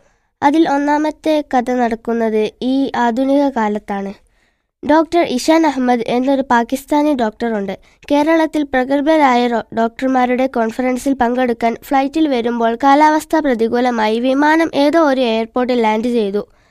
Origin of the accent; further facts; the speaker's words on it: Eengappuzha, Kerala, India; Eengapuzha.